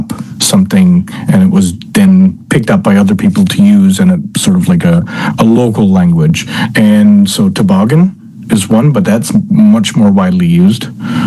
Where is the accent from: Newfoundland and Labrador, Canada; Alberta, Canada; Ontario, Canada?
Newfoundland and Labrador, Canada; Flat Bay; moved away; I have negative memories when I left the community. But growing up in Flat Bay